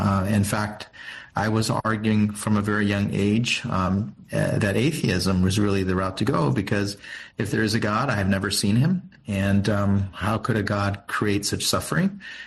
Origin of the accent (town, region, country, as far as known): Arizona, United States; born or raised there